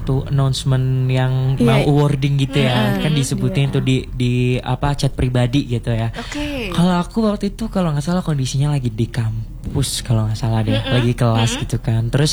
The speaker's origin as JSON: {"language": "Indonesian", "town": "Cilacap", "region": "Central Java", "country": "Indonesia", "tie": "born or raised there", "said": "Nah, awalnya itu kan dulu kan masih di Cilacap ya, Kak. Saya asli Cilacap, by the way."}